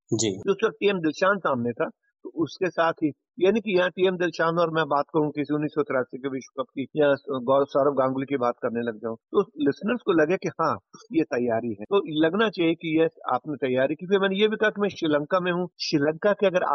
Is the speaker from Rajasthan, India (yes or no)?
yes; Sri Ganganagar, Rajasthan, India; moved away; मैं श्री गंगानगर राजस्थान का रहने वाला हूँ, मैं हिंदी मीडियम में पढ़ा हूँ